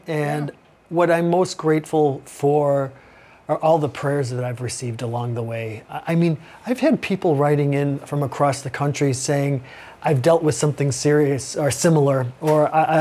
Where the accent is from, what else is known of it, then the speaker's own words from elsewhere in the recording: Chicago, Illinois, United States; I'm from Chicago